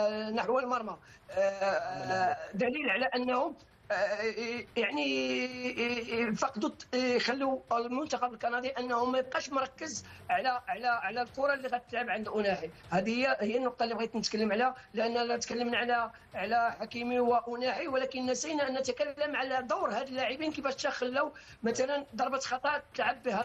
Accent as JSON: {"language": "Arabic", "country": "Morocco"}